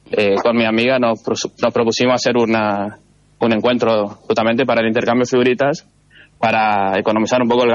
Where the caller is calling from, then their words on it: Argentina; Como todo argentino queremos el bicampeonato